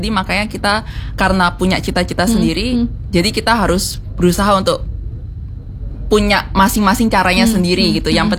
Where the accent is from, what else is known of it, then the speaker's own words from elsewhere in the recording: Sidoarjo, East Java, Indonesia; Misalnya ada perwakilan dari Lampung, ada yang dari Jayapura, ada yang dari Pontianak, dari Jogja, dan aku sendiri dari Sidoarjo gitu.